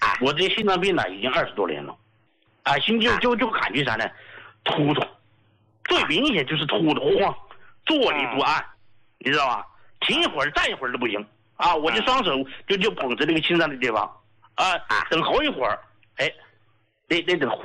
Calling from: Chongqing, China; accent: Sichuan; 我是重庆的听众啊。

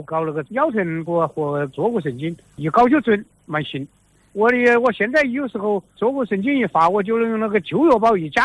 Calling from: Jingzhou, Hubei, China; 我是湖北荆州。

